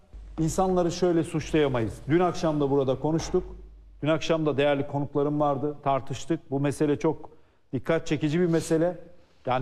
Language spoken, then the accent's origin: Turkish; Sakarya, Turkey; Ben Sakaryalıyım. Deprem kenti.